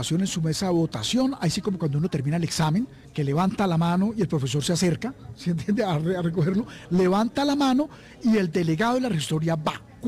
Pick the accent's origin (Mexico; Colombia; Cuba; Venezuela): Colombia; no le echemos la culpa a la policía, somos nosotros los colombianos